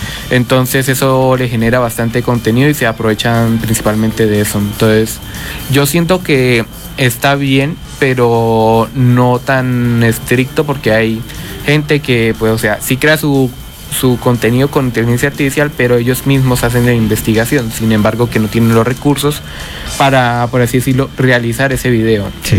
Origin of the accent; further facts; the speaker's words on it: Piedecuesta, Santander, Colombia; porque yo soy de Piedecuesta